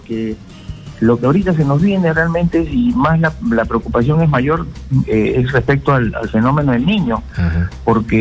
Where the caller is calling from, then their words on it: Lima, Peru; de San Miguel.